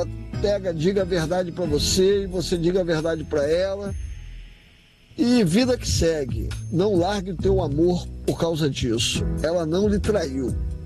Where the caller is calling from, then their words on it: Rio de Janeiro, Brazil; aplicativo aqui do Rio de Janeiro.